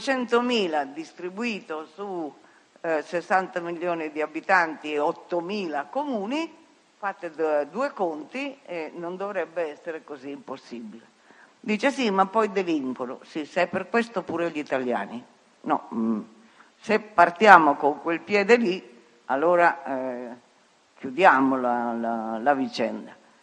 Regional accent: Piedmont, Italy; Io sono piemontese, la cooperativa agricola di Asti, per esempio, è un modello da seguire.

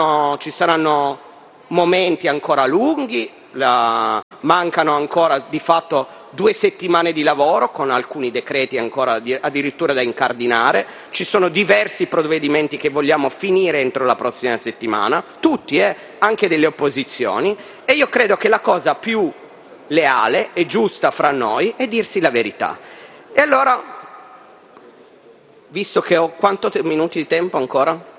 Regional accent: Turin, Piedmont, Italy; Lo dico da torinese

